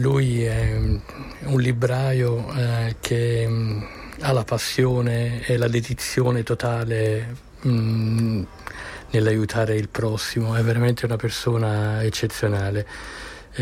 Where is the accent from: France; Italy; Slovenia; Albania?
Italy; Campania; moved away; Io sono originario della Campania